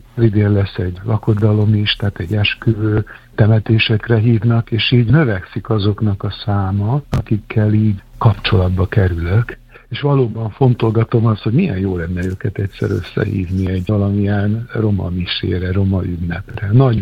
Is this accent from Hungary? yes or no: no; Vojvodina, Serbia; Jugoszláviában 90-es években lettem ugye kamasz, akkor háború volt